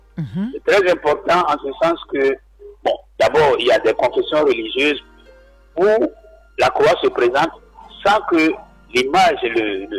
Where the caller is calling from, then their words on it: Dabou, Lagunes, Côte d’Ivoire; je suis de Dabou, la paroisse Sacré-Cœur de Bonne.